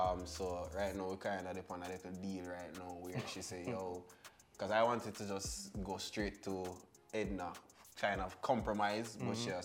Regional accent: Saint James, Jamaica; So I'm from St. James, Mobile to be exact, you know. Granville, we go Granville every time.

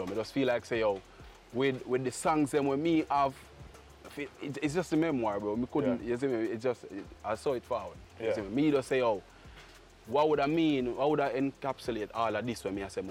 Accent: Saint Catherine, Jamaica; All right, so today you know you're there in my hometown, you see me? Which part I grew up, school in, you see me?

